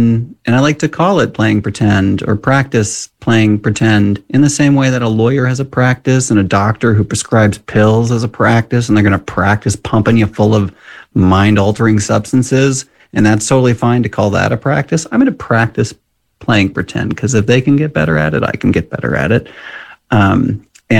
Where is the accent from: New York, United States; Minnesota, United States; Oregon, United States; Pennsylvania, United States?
Minnesota, United States; Watertown; born or raised there